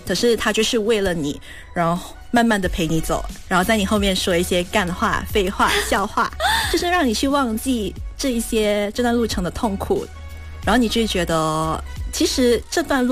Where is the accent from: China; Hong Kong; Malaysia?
Malaysia; 就是我们是马来西亚人嘛，马来西亚人的话就是没有冬天的装备